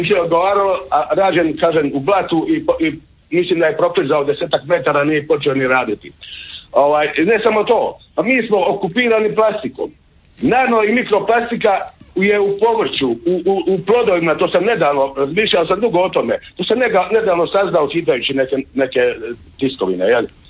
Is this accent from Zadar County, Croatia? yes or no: no; Knin, Šibenik-Knin County, Croatia; also born or lived in Imotski; Pa ja ću spomenuti, ja dolazim iz Knina, inače i sam Imoćanin.